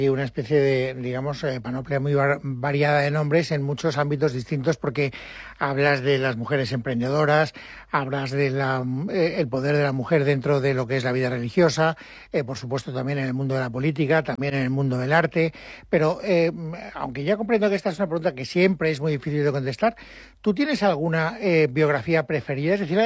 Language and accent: Spanish; Valencian Community, Spain; me sorprende mucho, como soy valenciano, que te fijes en la mujer de Jaume